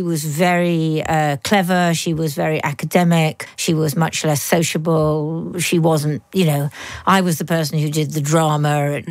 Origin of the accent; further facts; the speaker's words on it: Malvern, West Midlands, United Kingdom; I grew up in Malvern.